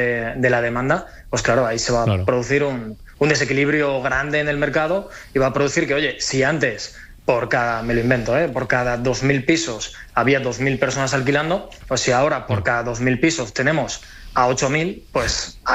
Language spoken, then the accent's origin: Spanish; Altea, Valencian Community, Spain; yo llegué de un pueblito de Alicante, de Altea, me fui a estudiar a Valencia con tres amigos del bachiller.